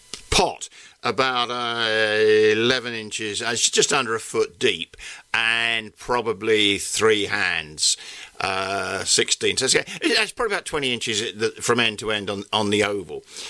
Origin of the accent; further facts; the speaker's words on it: London, United Kingdom; …